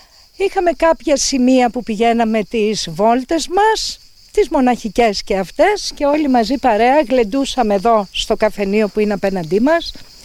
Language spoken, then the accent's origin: Greek; Palaiochori, North Aegean, Greece; Είμαστε το τελευταίο χωριό του Δήμου, είμαστε η Άκρη, αλλά είμαστε ένα χωριό με ζωή, ένα παραδοσιακό χωριό.